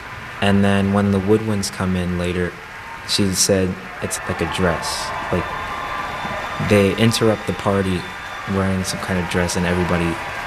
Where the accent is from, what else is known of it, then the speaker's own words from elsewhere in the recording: Memphis, Tennessee, United States; I'm from Memphis, Tennessee, and I play the viola.